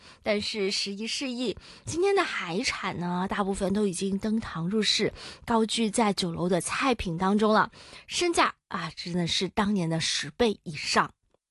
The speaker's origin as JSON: {"language": "Chinese", "country": "Macau"}